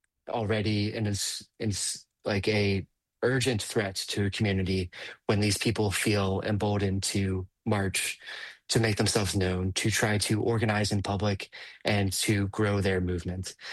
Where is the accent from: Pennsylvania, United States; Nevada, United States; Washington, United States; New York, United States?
Pennsylvania, United States; Gettysburg; Incidentally, it's actually like a town over from where I grew up. I grew up in Gettysburg, Pennsylvania.